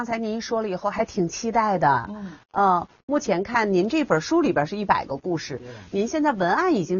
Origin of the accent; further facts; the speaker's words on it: Jinzhou, Liaoning, China; 然后也让我们更深入的了解我们的家乡，了解我们的锦州